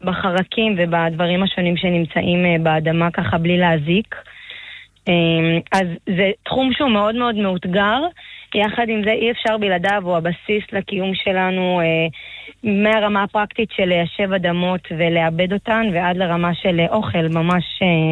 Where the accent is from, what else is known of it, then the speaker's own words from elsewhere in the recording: Southern District, Israel; born there; moved away as an adult; now in Yated, Israel; אני מקיבוץ סעד שגם בעוטף. אני בעצם ילידת מה שנקרא שחר אדום, צבע אדום.